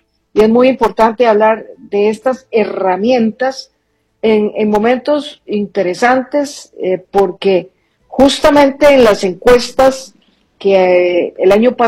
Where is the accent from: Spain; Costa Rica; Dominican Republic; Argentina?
Costa Rica; Nosotros como costarricenses nos evaluamos qué tan conocemos del tema de las tarjetas de crédito